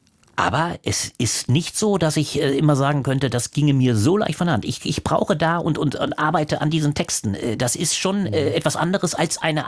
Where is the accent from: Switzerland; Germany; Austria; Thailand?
Germany